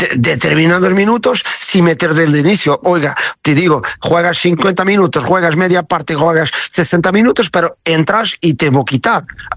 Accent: Portugal; nosotros portugueses vamos a cualquier rincón del mundo y decimos que somos de Portugal

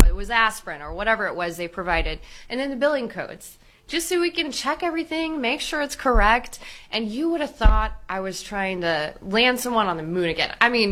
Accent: Round Rock, Texas, United States; born or raised there

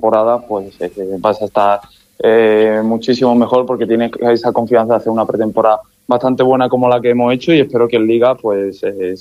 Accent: Huelva, Andalusia, Spain; also born or lived in Galicia / Burgos / Madrid; de donde yo vengo, de Huelva, por el tema de tiempo, de playa, pero he estado en Galicia, he estado en Burgos, he estado también viviendo en Madrid

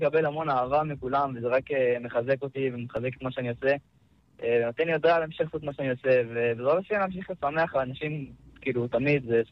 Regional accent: Shiloh, West Bank, Palestine; המשפחה, גדלנו ביישוב שילה, בשומרון. אני ועוד שתי אחים.

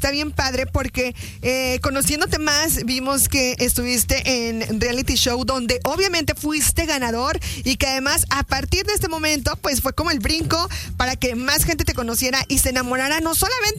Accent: Mexico

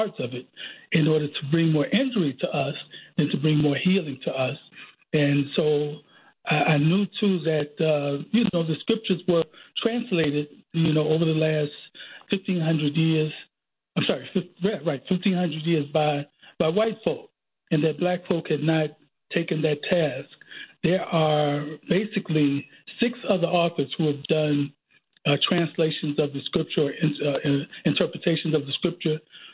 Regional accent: Chicago, Illinois, United States; Well, born and raised in Chicago, Illinois, both in the Cabrini Green and West Englewood area. I came from a family of 8. Of course, attended school in Chicago at Harper High School

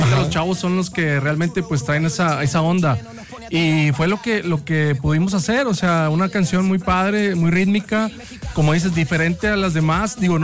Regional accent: Mexico; todos somos mexicanos, y vamos a portarnos y a dar la mejor de nosotros

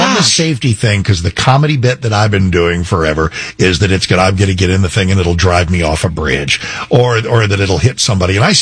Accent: Texas, United States; I said, please, I'm from Texas. I'm a man.

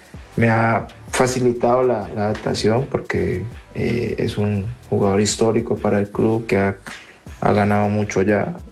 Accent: Colombia; Sí, claro, como referentes colombianos, bueno, tenemos mucho, ¿no?

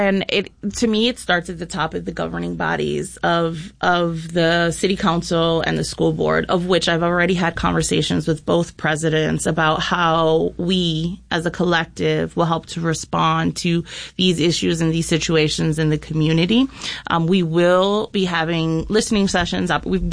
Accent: Rochester, New York, United States; I grew up on North Clinton and Clifford Avenue.

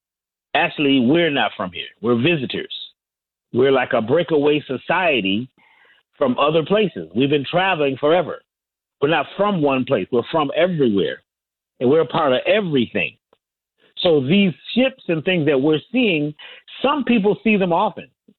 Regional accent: Connecticut, United States; Well, I grew up in Connecticut, which when I grew up, it was a UFO or a sightings hotspot.

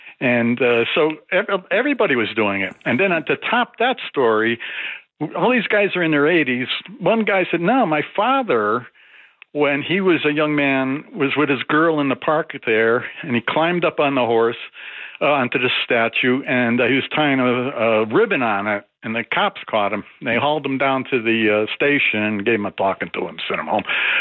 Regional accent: Hartford, Connecticut, United States; I'm 76. I grew up in Hartford.

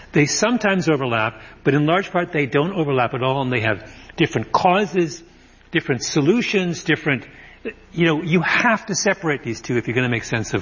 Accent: Canada; I'm Canadian, as you know, and if you grow up in Canada observing the United States, and I was obsessed as a child with the United States

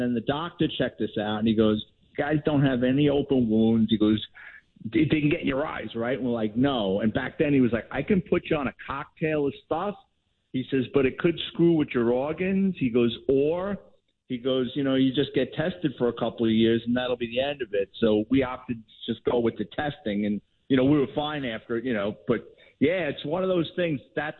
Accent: New York City, New York, United States; growing up in the Bronx

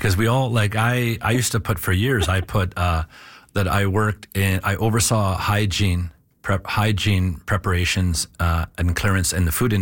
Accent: Alberta, Canada; I was 17 from Northern Alberta.

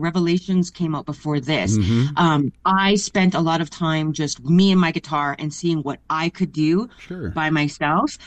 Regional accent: Big Stone Cree Nation, Alberta, Canada; born or raised there

